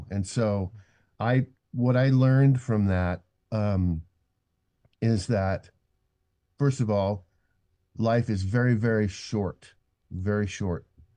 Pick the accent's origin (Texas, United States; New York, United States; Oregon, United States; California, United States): Oregon, United States; Eugene; I was born and raised in Eugene, Oregon. My parents are from Butte, Montana.